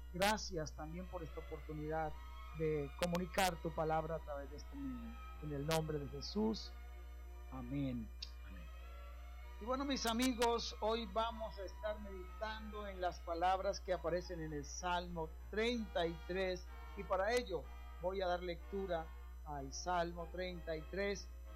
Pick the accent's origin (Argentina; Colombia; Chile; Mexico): Colombia